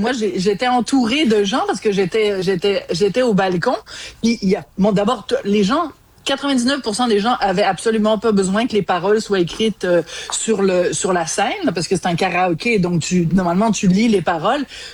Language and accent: French; Quebec, Canada; je suis une journaliste québécoise